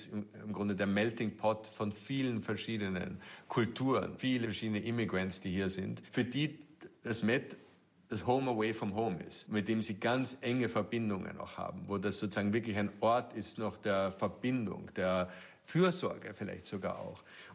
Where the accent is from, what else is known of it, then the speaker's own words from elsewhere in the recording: Vienna, Austria; Ich muss auch nicht als Kritik, aber ich bin in Wien aufgewachsen.